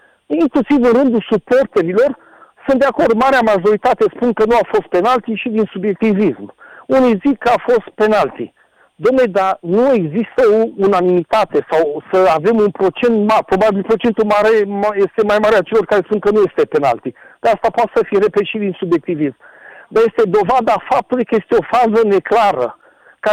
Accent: Romania; sunt și român

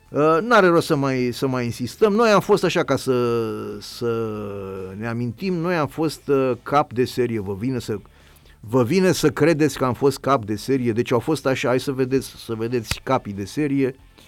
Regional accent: Romania

